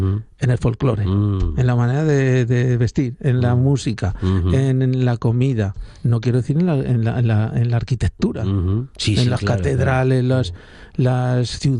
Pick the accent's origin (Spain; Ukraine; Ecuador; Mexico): Spain; yo a veces me siento más español allí que aquí.